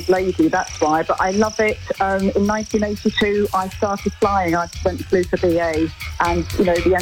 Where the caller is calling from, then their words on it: Sandhurst, South East England, United Kingdom; I'm calling from Sandhurst in Berkshire.